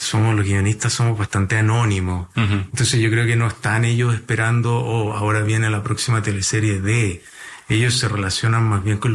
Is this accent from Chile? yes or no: yes; Arauco, Biobío, Chile; en la playa de Arauco, de mi pueblo natal.